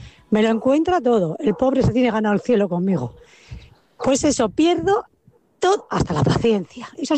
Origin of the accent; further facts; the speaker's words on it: Bilbao, Basque Country, Spain; Un abrazo a todos, farero … de Bilbao, por cierto.